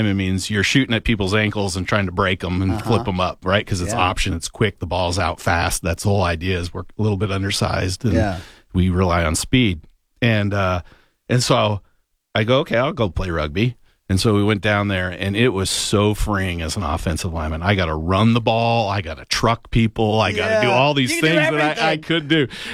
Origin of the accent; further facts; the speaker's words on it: Alberta, Canada; I was actually born in southern Alberta, Canada. Yeah, both my parents are school teachers. They took jobs at the largest Indian reservation in Canada.